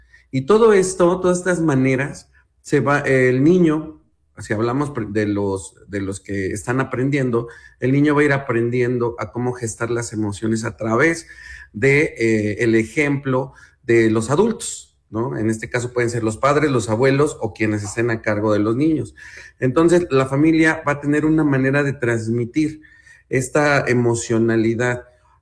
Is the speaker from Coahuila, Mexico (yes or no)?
no; Temayuca, State of Mexico, Mexico; yo desde acá del Estado de México, colindando con la Ciudad de México, mi pueblo llamado Temayuca, les mando un saludote